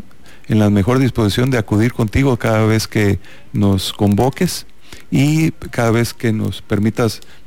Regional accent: Mexico; nosotros como mexicanos

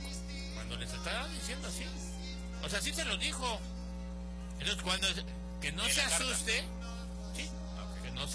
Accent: Mexico

